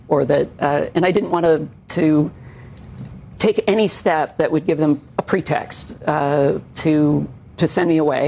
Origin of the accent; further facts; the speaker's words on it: Hawaii, United States; as I grew up in Hawaii